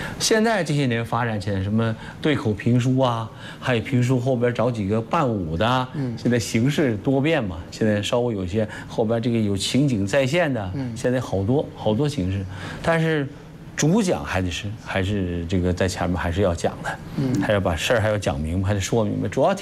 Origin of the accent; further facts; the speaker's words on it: Sheyang, Jiangsu, China; 宣传宣传非遗。也呢，把我们射阳宣传宣传，就是专门弄一批射阳的作品。